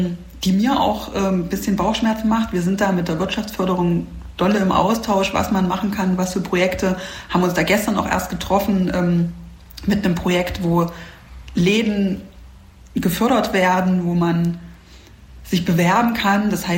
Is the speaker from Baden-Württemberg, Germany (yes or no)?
no; Halle, Saxony-Anhalt, Germany; Auch am Riebeckplatz ist es einfach jetzt auch kein so schöner Ort als Hallenser.